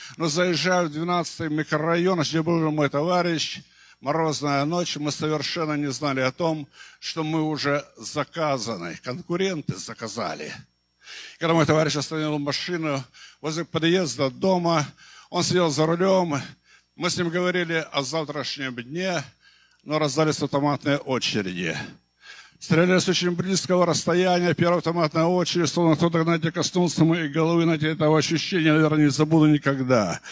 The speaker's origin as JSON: {"language": "Russian", "town": "Anapa", "region": "Krasnodar Krai", "country": "Russia", "tie": "born or raised there", "said": "родной город Анапа Краснодарского края, откуда я родом."}